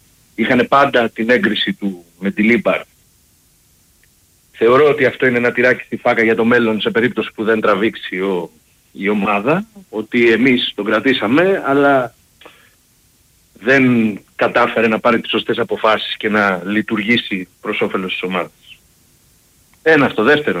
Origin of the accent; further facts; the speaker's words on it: Vyronas, Attica, Greece; Γεια σου φίλε Κώστα … από Βύρονα.